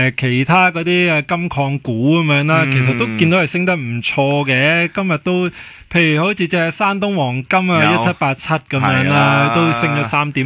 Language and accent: Cantonese; Hong Kong; 我哋香港人